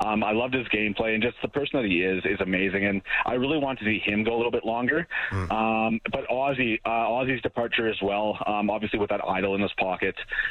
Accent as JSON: {"language": "English", "town": "Edmonton", "region": "Alberta", "country": "Canada", "said": "I'm obviously from Edmonton. I'm a big country fan. I love my country music"}